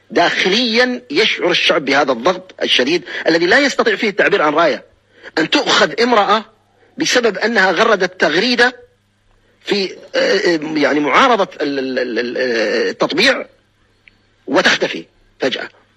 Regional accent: United Arab Emirates; أنا إماراتي وأتكلم على دولتي

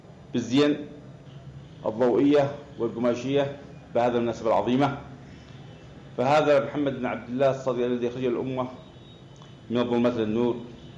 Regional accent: Yemen

